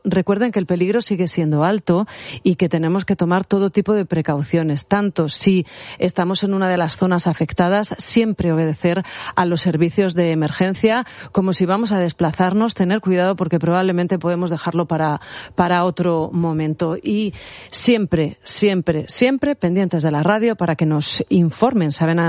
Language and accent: Spanish; Community of Madrid, Spain; also born or lived in Sotillo de La Adrada; aquí ya saben que me siento especialmente identificada porque es mi pueblo. Todos los madrileños tenemos un pueblo, pues el mío es Sotillo de La Adrada